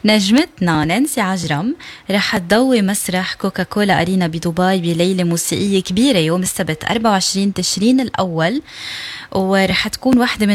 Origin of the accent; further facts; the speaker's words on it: Lebanon; نحن كلنا كلبنانيين